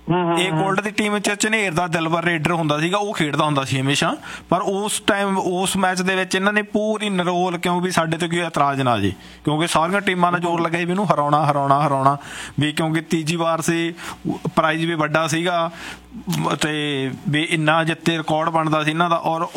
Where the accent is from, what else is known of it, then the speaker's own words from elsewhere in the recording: Punjab, India; ਕੋਲਟ ਛਾਪਲੀ team ਬੜੀ ਮਸ਼ਹੂਰ ਰਹੀ ਆ ਪੂਰੇ ਪੰਜਾਬ ਦੇ ਵਿੱਚ। ਬਿਲਕੁਲ ਜੀ, ਮੇਰੇ ਪਿੰਡ ਤੋਂ ਸਿਰਫ 6-7 ਕਿਲੋਮੀਟਰ ਆ ਜੀ।